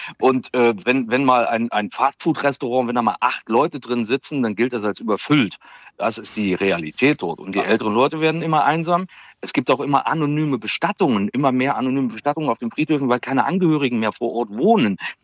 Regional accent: Sangerhausen, Saxony-Anhalt, Germany; born there; moved away; ich komme aus Sangerhausen, Mansfeld Südarzt, der älteste Landkreis der Bundesrepublik. Der älteste Landkreis der Bundesrepublik

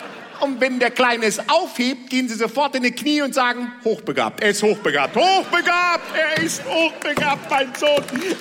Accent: Bad Driburg, North Rhine-Westphalia, Germany; born there; Ich bin doch hier in der Ecke geboren. Einfach einmal da, halb da über den, ne? Bad Driburg. Einfach so. Ich bin einfach bei der Kartoffelernte in den Sand gefallen.

